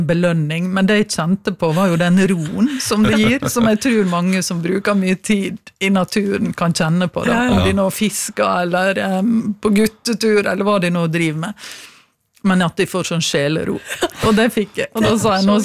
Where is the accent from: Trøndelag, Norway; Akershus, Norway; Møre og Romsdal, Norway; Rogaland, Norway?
Møre og Romsdal, Norway; Stranda; stranda jo et eldorado å vokse opp I. Du har fjorden, men du også liksom Sunnmørsalpene, og det jo et massivt fjelllandskap rundt der jeg vokste opp.